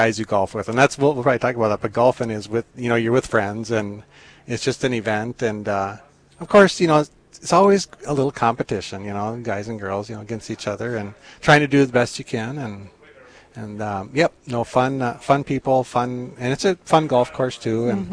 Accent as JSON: {"language": "English", "town": "Hebron", "region": "North Dakota", "country": "United States", "tie": "born or raised there", "said": "Okay. Yes, I grew up in Hebron, North Dakota on a ranch."}